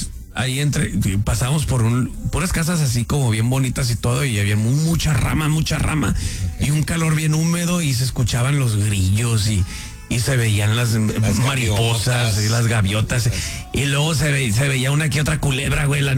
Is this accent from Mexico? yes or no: yes; Mexico; Los mismos malinchistas que a veces somos mexicanos